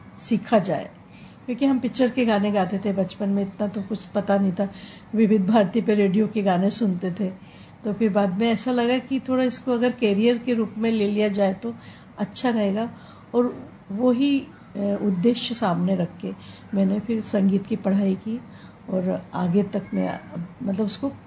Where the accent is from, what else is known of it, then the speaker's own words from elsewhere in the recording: Bhopal, Madhya Pradesh, India; मैं भोपाल से हूँ